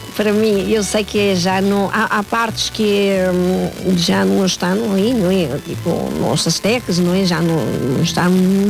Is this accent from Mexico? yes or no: yes; Mexico; Portuguese is a second language; now in Portugal; O meu México está no coração e Portugal na minha terra, mas também é o meu coração, mas é a minha terra também agora, é a minha casa